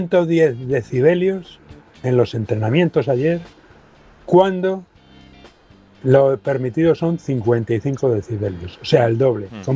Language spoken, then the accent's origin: Spanish; Valladolid, Castile and León, Spain; now in Fuerteventura, Spain; de Valladolid, pero estoy en Fuerteventura.